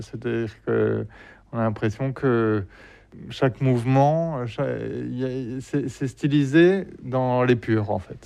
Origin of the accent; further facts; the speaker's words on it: Barcelona, Catalonia, Spain; moved away; Moi, j'ai grandi en Espagne